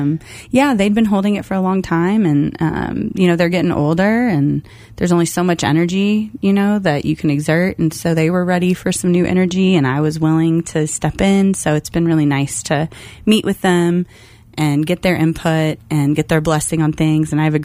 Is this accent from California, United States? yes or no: no; Kentucky, United States; from Kentucky. I've never heard that.